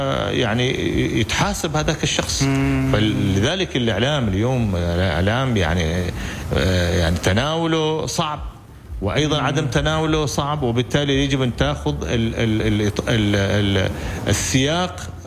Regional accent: Oman; نحن كعمانيين

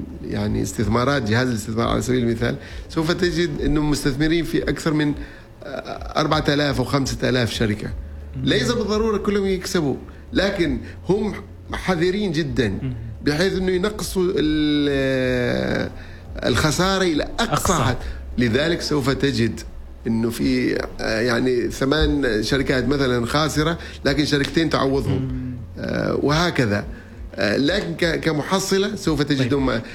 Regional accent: Oman

